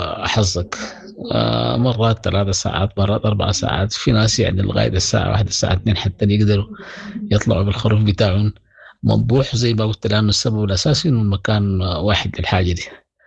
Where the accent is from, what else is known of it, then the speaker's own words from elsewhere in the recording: Sudan; now in Kigali, Rwanda; النظام طبعا مختلف عندنا في السودان، نحن هناك الشغل مجهودات فردية والناس بتطبخ براها وفي البيوت وكده